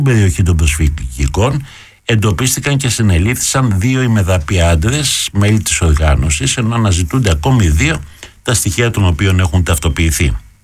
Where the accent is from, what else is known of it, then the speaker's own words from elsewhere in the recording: Patras, Western Greece, Greece; επειδή έχω και μια ευαισθησία, γιατί κατάγομαι από την Αγγλικάδα, εκεί μένει και η μάνα μάλωστε και συγγενής μου